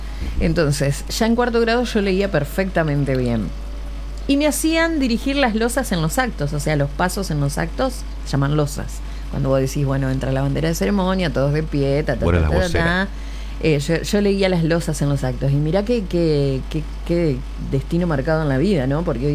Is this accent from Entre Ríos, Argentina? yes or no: yes; Concepción del Uruguay, Entre Ríos, Argentina; moved away; Yo soy de allá, de Concepción, de los pagos de Concepción del Uruguay.